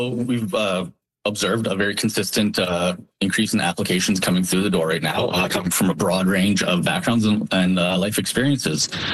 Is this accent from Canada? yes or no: yes; Regina, Saskatchewan, Canada; moved away as an adult; So I'm actually originally from Regina, and it's nice to be back home now, actually recruiting and working here in my community